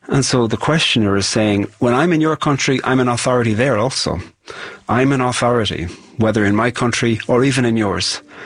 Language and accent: English; Ireland; I'm a poet from Ireland